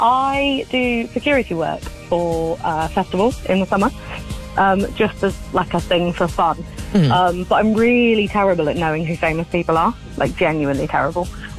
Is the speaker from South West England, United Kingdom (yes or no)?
yes; South West England, United Kingdom; He lived in Devon. And I was like, oh, I'm from Devon.